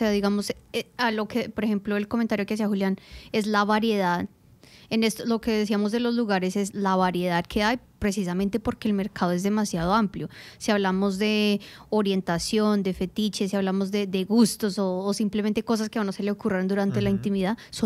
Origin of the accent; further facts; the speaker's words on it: Colombia; now in Australia; Nosotros en Latinoamérica, y bueno, hablo de Colombia